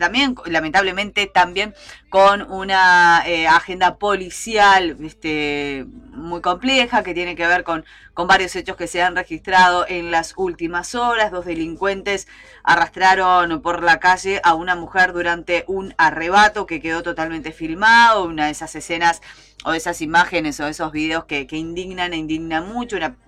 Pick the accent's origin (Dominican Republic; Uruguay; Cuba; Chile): Uruguay; Barros Blancos, Canelones; born there; Yo soy de Barros Blancos, viví parte de mi infancia y de mi adolescencia allá